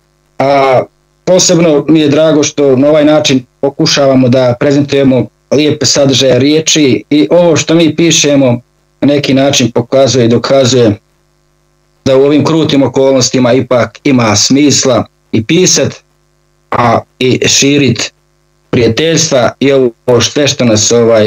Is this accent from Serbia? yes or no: yes; Šumadija and Western Serbia, Serbia; also born or lived in Sarajevo, Bosnia and Herzegovina; Rođen sam u Sandžaku, Tutinska opština, moji su porijeklom iz Bijelog Polja